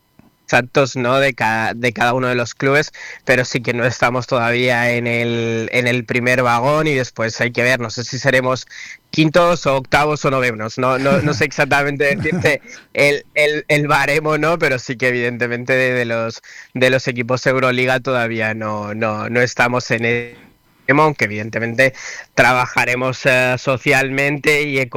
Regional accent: Balearic Islands, Spain; nos haría mucha ilusión como club y como mallorquín también poder tenerla en la selección absoluta

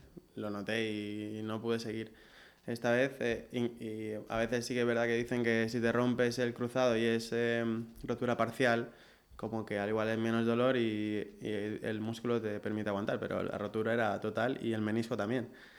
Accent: Campos, Balearic Islands, Spain; yo empecé a jugar en el Campos, yo soy de Campos, pues empecé a jugar allí a los... No sé si tendría 6 años

